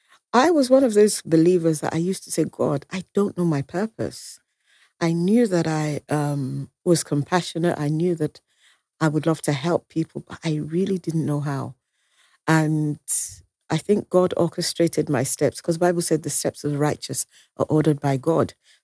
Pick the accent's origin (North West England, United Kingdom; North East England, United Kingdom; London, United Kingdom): London, United Kingdom; born there; also born or lived in Nigeria; growing up in London